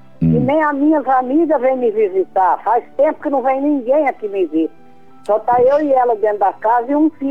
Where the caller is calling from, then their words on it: Juara, Mato Grosso, Brazil; Eu falo de Juara, Mato Grosso.